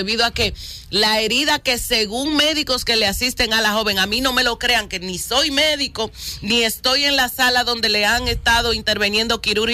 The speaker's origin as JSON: {"language": "Spanish", "region": "Cibao", "country": "Dominican Republic", "said": "somos cibaeños."}